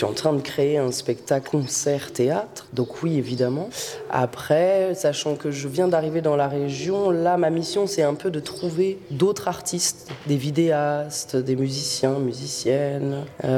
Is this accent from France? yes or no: yes; Paris, Île-de-France, France; moved away as an adult